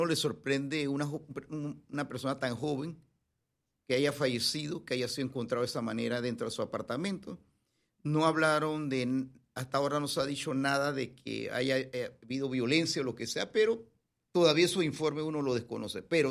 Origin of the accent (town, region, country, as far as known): Panama